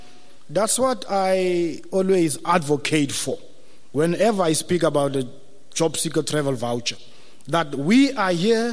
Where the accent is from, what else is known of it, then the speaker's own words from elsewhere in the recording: Beaufort West, Western Cape, South Africa; I was born and bred in Beaufort West